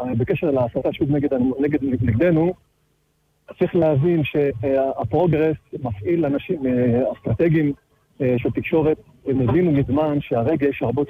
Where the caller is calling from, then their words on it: Petah Tikva, Central District, Israel; פתח תקווה.